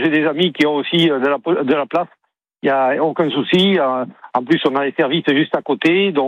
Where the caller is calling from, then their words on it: Lauzun, Nouvelle-Aquitaine, France; Village de Lauzun, L-A-U-Z-U-N, de Lauzun, et on est situé à 24 km au sud de Bergerac.